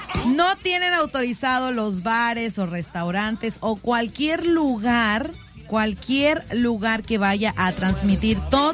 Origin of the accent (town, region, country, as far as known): Mexico